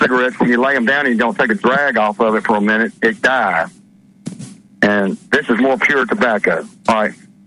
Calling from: Mississippi, United States; in Mississippi.

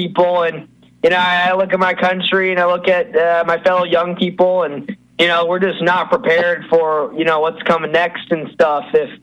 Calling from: California, United States; Yeah, this is … from California.

